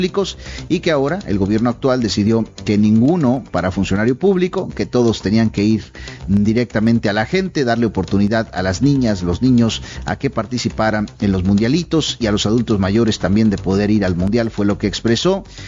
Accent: Mexico; cómo somos los mexicanos para celebrar, para festejar cuando nos unimos

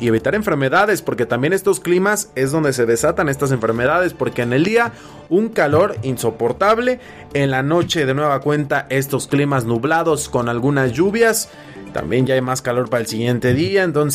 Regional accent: Mexico; Pues así somos los mexicanos

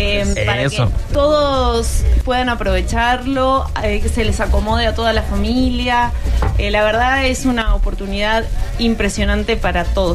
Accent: Argentina; moved away; soy de Argentina.

